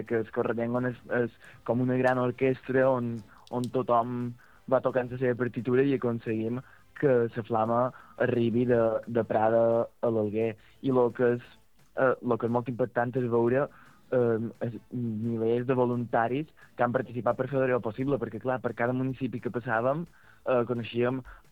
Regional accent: Sa Pobla, Balearic Islands, Spain; Nosaltres, per exemple, ja som de Sa Pobla i l'arribada a Sa Pobla va ser molt, molt xula

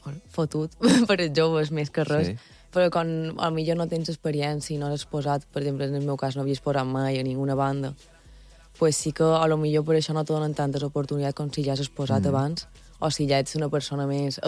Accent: Palma, Balearic Islands, Spain; Sí, jo soc de Palma.

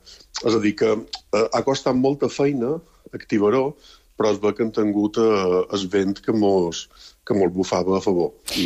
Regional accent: Balearic Islands, Spain; d'una comunitat humana, que som els mallorquins, el poble de Mallorca

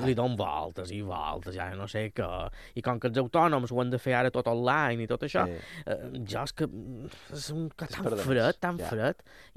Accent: Banyalbufar, Balearic Islands, Spain

